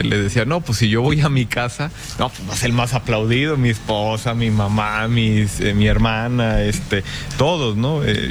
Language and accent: Spanish; Irapuato, Guanajuato, Mexico; somos de aquí, somos de Irapuato, somos orgullosos de esta tierra.